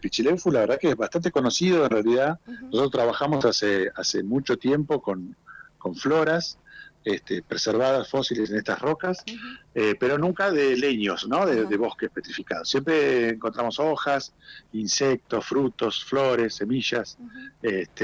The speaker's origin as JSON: {"language": "Spanish", "town": "Bariloche", "region": "Río Negro", "country": "Argentina", "said": "Así que allí fuimos, somos dos paleontólogos de acá, de Bariloche, Mauro Pasalía y yo"}